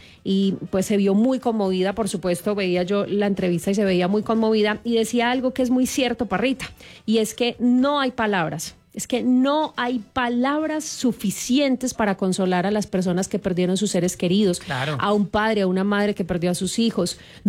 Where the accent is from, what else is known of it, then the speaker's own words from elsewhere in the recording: Colombia; nosotros como colombianos teníamos una deuda con el Chocó